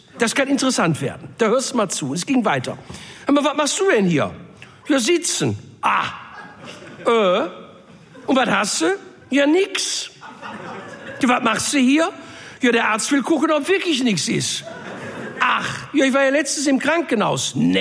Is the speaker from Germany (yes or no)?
yes; Duisburg, North Rhine-Westphalia, Germany